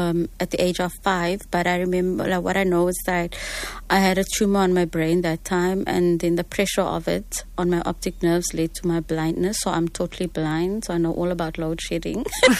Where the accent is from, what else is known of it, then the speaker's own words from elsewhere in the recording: Wellington, Western Cape, South Africa; growing up in Wellington, it was hot